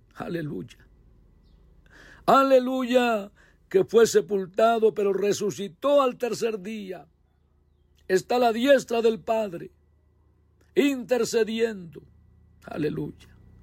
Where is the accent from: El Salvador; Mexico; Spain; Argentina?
Mexico; nosotros como mexicanos, como pueblo de Dios de México